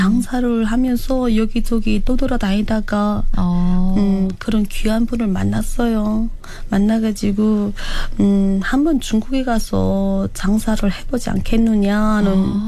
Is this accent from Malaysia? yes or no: no; Hwanghae, North Korea; moved away as an adult; now in South Korea; 남한 정착 8개월 차인 황해도가 고향인